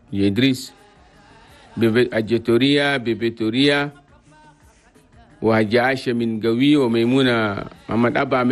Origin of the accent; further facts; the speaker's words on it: Chad; العالم وخاصه 23 ولايه بلدنا تشاد